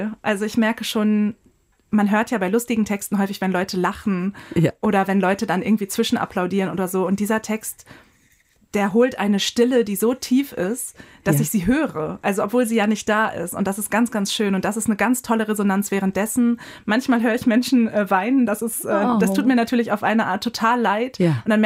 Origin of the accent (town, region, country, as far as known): Achim, Lower Saxony, Germany; born or raised there